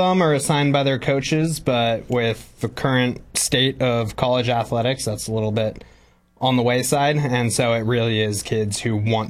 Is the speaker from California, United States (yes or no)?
yes; Morro Bay, California, United States; I grew up in Morro Bay and grew up coming to Blues games.